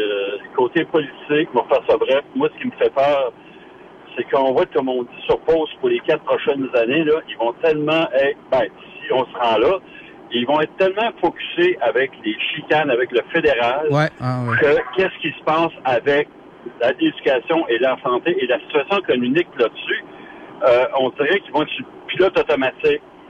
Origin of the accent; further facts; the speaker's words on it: Quebec, Canada; Puis quand je dis que je viens de la Rive-Sud, puis j'explique pourquoi, c'est pas le troisième lien, c'est un pont de remplacement.